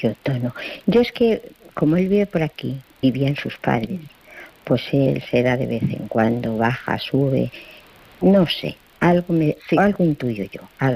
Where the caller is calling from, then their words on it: Cuenca, Castilla-La Mancha, Spain; yo vivo en Cuenca.